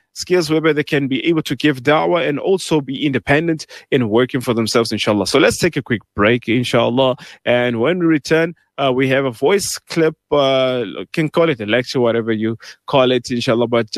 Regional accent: Pretoria, Gauteng, South Africa; now in Johannesburg, South Africa; originally I'm from Pretoria myself

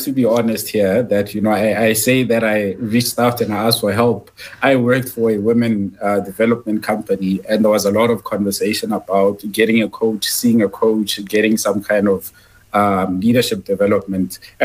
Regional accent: Atteridgeville, Gauteng, South Africa; also born or lived in Mamelodi; I grew up in Atteridgeville in Pretoria. I was born in Mamelodi, moved to Atteridgeville, grew up without a father, grew up in a female-led home with my mother and my grandmother.

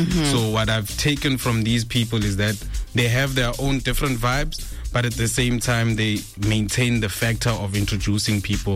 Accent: Johannesburg, Gauteng, South Africa; moved away as an adult; now in Botswana; is born and raised in Joburg. Done as an orange farm and grew up in Auckland Park.

